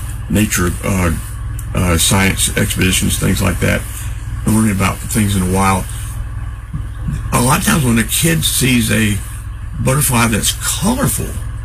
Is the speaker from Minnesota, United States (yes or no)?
no; North Carolina, United States; I grew up in Ohio. I grew up in North Carolina.